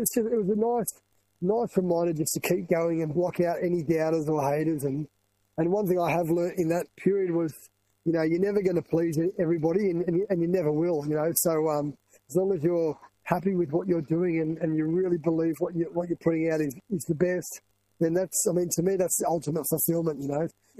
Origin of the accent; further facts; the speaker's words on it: Orange, New South Wales, Australia; moved away as an adult; now in Northern Beaches, Sydney, Australia; I grew up in Orange, New South Wales